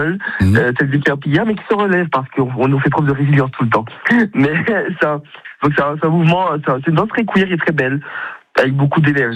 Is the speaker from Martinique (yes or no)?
yes; Martinique; now in Paris, France; Makoumé signifie PD en créole parce que j'ai grandi en Martinique, comme tu viens de dire. J'ai grandi en Martinique